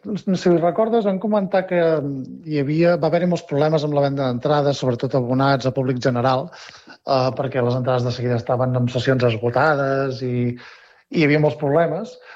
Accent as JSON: {"language": "Catalan", "region": "Catalonia", "country": "Spain", "said": "sobretot qui vingui de fora, com és el nostre cas, no? Jo en el meu cas vinc del Ripollès"}